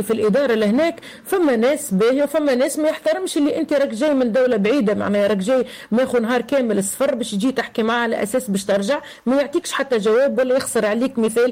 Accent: Tunisia; احنا عندنا في تونس

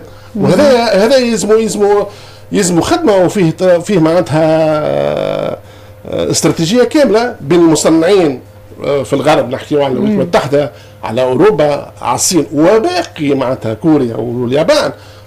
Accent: Tunisia; عندنا في تونس

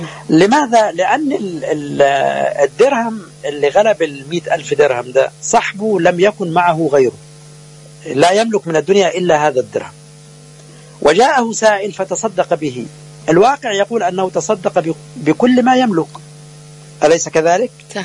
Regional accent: Egypt; وعندنا في مصر

